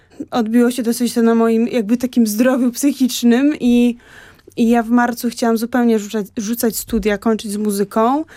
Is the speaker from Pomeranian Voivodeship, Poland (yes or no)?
no; Kraków, Lesser Poland, Poland; ja chodziłam też do liceum ogólnokształcącego, do piątki w Krakowie